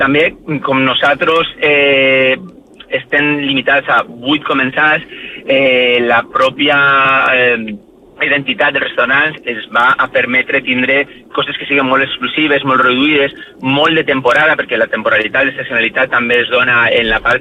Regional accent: Valencia, Valencian Community, Spain; Jo soc de València, que és aquí

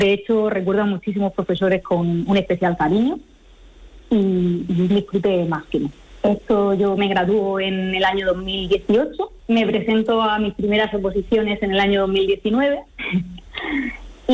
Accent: Campos del Río, Region of Murcia, Spain; Mira, pues nosotros somos de Campos del Río, un pequeño pueblo de la región de Murcia, con mucho encanto.

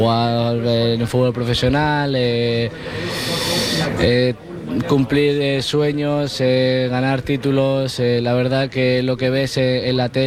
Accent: Extremadura, Spain; born or raised there

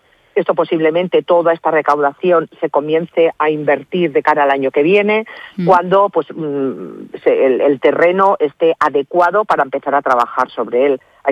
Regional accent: Spain; ese impulso que tenemos como sociedad española

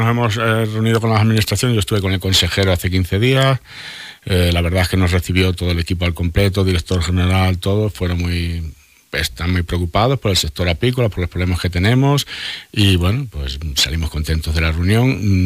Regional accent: Valero, Castile and León, Spain; Yo soy de Valero, como todo el mundo sabe. Y en mi pueblo, que yo recuerde, el último que se ha incorporado un sobrino mío

